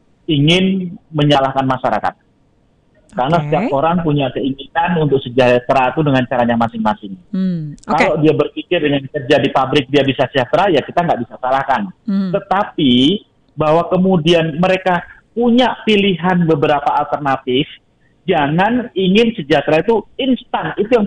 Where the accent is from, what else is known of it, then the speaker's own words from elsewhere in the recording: Boyolali, Central Java, Indonesia; Pak … dari Boyolali, selamat siang. Saya orang Boyolali, Pak …. Boyolalinya di mana, Pak …?